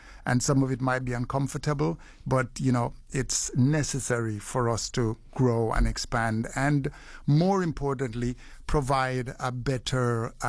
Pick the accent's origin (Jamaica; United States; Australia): Jamaica; You know, we hail from Jamaica with, you know, the roots and it's a part of our genes, you know.